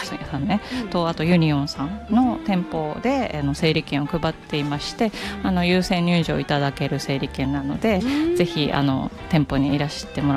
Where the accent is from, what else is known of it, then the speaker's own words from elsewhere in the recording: Nagoya, Aichi, Japan; born there; moved away; 17歳から名古屋が一応地元愛知県なんですけど